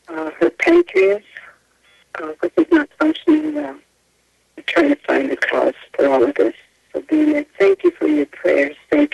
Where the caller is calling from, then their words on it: California, United States; I'm calling from California, and I'm asking prayer for my 15-year-old niece